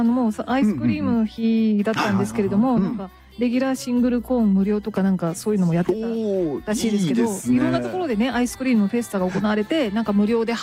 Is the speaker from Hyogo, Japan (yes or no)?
no; Kagawa, Japan; 実は私、あの地元の香川県にいる頃にですね、サーティワンで、うん、バイトしてたことがあるんですけど、